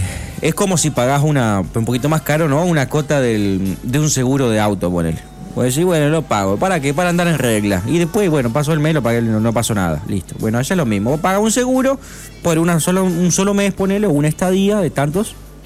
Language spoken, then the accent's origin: Spanish; Argentina